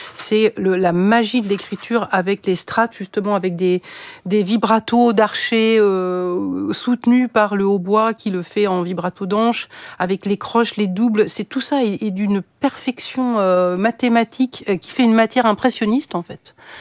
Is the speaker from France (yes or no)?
yes; France; Moi, je suis Française, il n'y a pas de doute